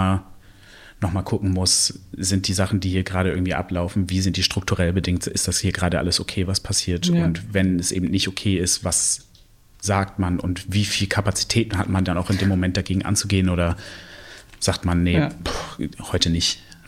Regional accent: Göttingen, Lower Saxony, Germany; now in Bremen, Germany; Ja, ich bin tatsächlich in Göttingen aufgewachsen.

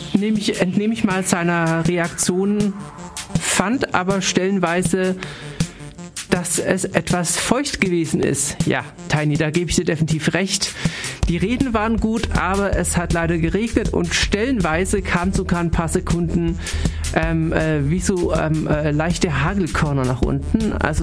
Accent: Germany; Sollten wir als Deutsche

